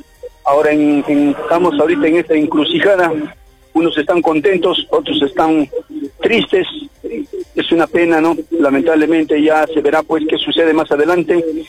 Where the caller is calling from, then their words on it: Peru; Recuerde que somos peruanos.